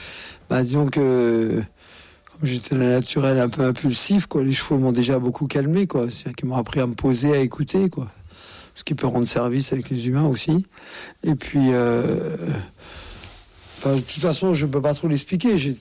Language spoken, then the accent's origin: French; Courbevoie, Île-de-France, France; born there